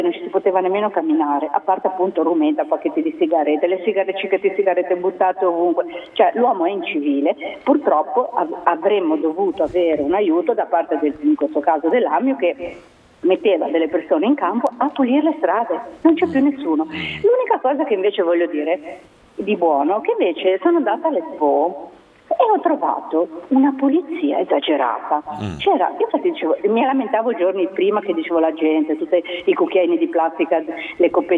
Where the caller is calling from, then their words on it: Genoa, Liguria, Italy; siamo genovesi